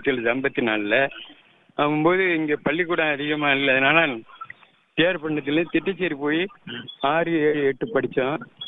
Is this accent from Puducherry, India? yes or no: yes; Puducherry, India; born there; also born or lived in Thittacheri; இந்த ஊர் அபிராமியம் வடக்கு வீதி … ஓய்வு பெற்ற பாண்டிச்சேரி போலீஸ் ஒயர்லெஸ்.